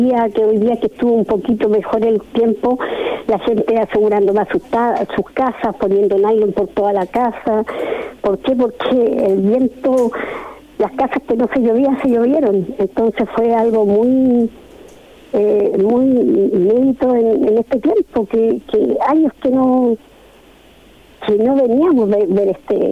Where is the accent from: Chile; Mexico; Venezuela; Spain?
Chile; Viña del Mar, Valparaíso; somos de Viña. Nosotros estamos acá en Viña